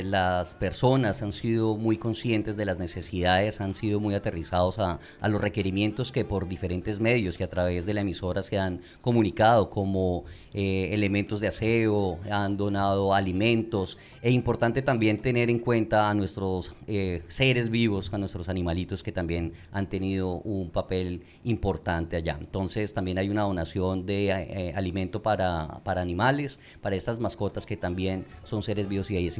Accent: Colombia; nos hace sentir más orgullosos de lo que somos colombianos.

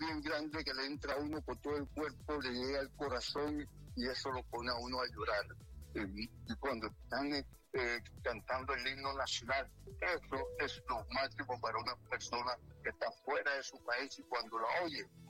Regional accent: Cartagena, Bolívar, Colombia; Yo soy de Cartagena.

